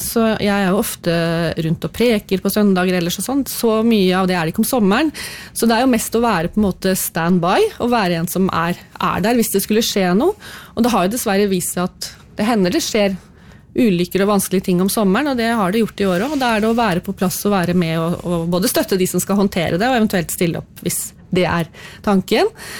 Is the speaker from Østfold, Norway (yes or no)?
yes; Råde, Østfold, Norway; now in Fredrikstad, Norway; Hvis jeg skal tilbake til Råde, så er jeg jo, jeg vokste opp på Tom på jordbruksskolen